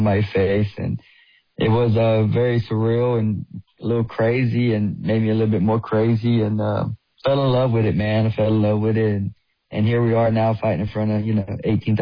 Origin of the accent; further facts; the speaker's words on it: Pembroke, North Carolina, United States; Yeah, I grew up in Pembroke, North Carolina. It's pretty rough. It's still rough.